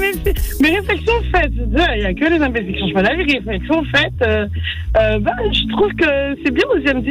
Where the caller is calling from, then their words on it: Basse-Terre, Guadeloupe; Moi je suis en Guadeloupe, je suis à Bastère, je travaille à Bastère.